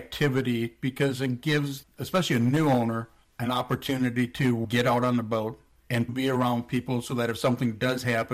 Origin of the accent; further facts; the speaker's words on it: Wisconsin, United States; when I was growing up in Wisconsin